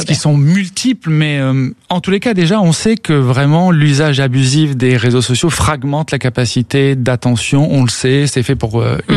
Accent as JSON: {"language": "French", "country": "France", "said": "chez nous, en France"}